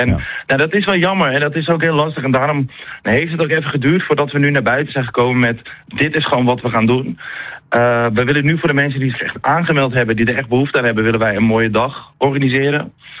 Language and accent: Dutch; North Holland, Netherlands; als ik kom zelf uit Noord-Holland, uit een dorp.